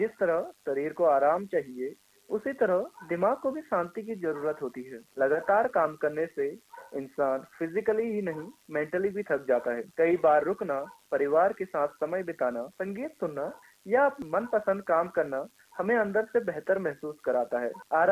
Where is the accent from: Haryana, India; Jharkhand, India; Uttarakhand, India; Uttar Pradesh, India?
Uttarakhand, India; Pithoragarh; now in Almora, India; मैं वैसे मूल रूप से पिथौरागढ़ का निवासी हूँ, पर अभी अल्मोड़ा में रहता हूँ।